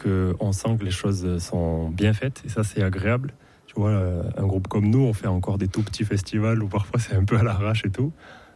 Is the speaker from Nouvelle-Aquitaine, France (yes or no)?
yes; Pau, Nouvelle-Aquitaine, France; chez moi, à Pau, dans les Pyrénées.